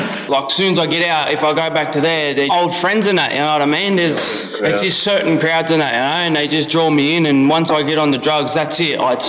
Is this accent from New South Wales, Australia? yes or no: yes; Newcastle, New South Wales, Australia; I'm from Newcastle. My tribe's Waramai.